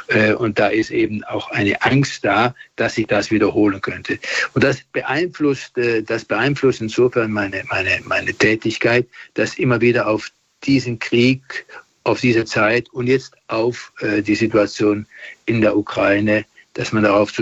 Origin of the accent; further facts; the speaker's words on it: Germany; now in Rome, Italy; Seit ich in Rom bin, bin ich natürlich weiterhin sehr interessiert an meiner Heimat und auch an der katholischen Kirche in Deutschland.